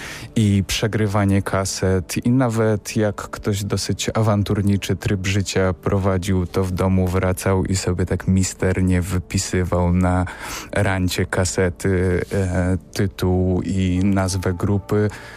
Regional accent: Warsaw, Masovian Voivodeship, Poland; born there

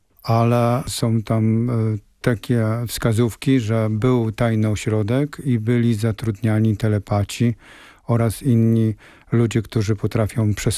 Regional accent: Łabiszyn, Kuyavian-Pomeranian Voivodeship, Poland; moved away; also born or lived in Silesia; wychowywałem się w takim miasteczku koło Bydgoszczy, Łabiszynie, było to małe miasteczko, wszystkie domy były z werandami na chodnik.

